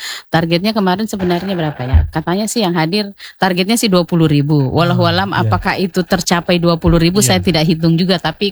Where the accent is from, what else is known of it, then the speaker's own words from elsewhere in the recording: Latompe, Southeast Sulawesi, Indonesia; born there; Jadi Latompe itu adalah desa kelahiran saya.